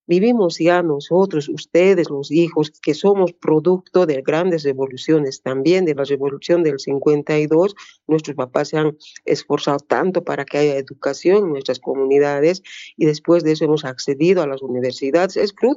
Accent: Oruro, Bolivia; now in Cochabamba, Bolivia; Yo vengo del sur de Oruro, pero radico en Cochabamba bastante tiempo, ¿no?

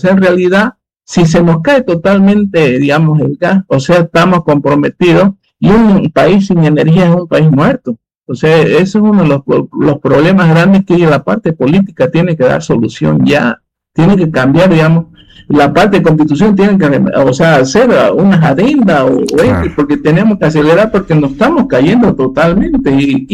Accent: Bolivia; nosotros, como bolivianos, tenemos que tener en cuenta lo siguiente

